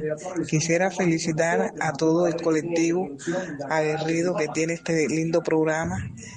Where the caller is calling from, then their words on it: Havana, Cuba; de Reparto Guitera, Bahía, Habana del Este.